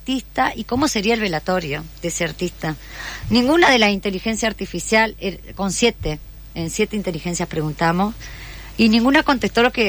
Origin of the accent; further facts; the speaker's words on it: Argentina; el hecho social que vivimos nosotros como argentinos.